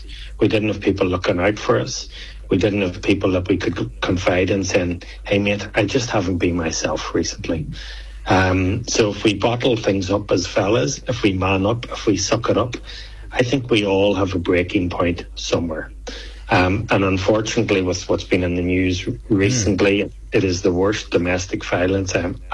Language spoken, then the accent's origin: English; Ireland; moved away as an adult; now in Australia; I've lived in Australia for 20 years. I'm Irish, obviously.